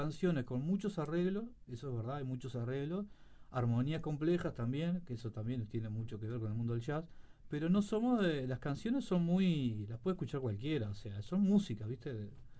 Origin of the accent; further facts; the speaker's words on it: San José de Mayo, San José, Uruguay; Yo soy de San José, me crié en San José de Mayo.